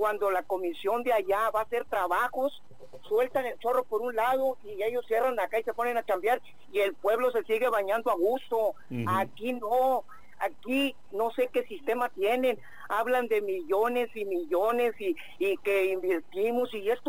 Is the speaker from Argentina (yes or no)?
no; Monterrey, Nuevo León, Mexico; en mi pueblo, en la ciudad de Monterrey, sí, nunca falta el agua en un año.